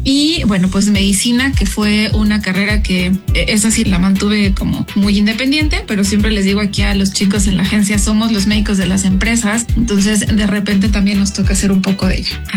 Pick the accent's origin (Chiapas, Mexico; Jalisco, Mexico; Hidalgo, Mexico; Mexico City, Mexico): Hidalgo, Mexico; Epazoyucan; also born or lived in Pachuca; yo soy originaria de Pasoyucan, es un municipio muy cercano aquí a la capital.